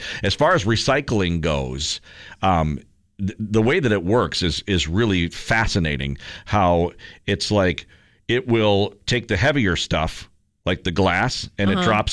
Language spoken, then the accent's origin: English; Midwest, United States; we're all from the Midwest, so who doesn't have a bag of bags at their house right now?